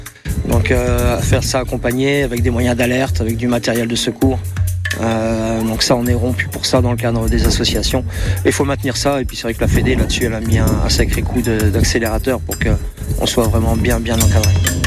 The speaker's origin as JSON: {"language": "French", "town": "Dunkirk", "region": "Hauts-de-France", "country": "France", "tie": "born or raised there", "said": "Voilà, je suis natif de Dunkerque et je vais vous parler un petit peu de cette aventure longe-côte."}